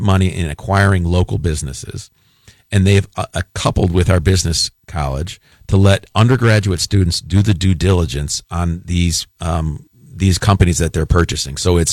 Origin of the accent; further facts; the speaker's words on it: Michigan, United States; I'm from Southwest Michigan. My parents taught public school in Southwest Michigan.